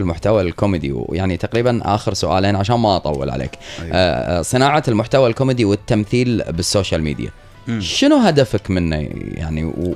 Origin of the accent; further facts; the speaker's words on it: Kuwait; عندنا بالكويت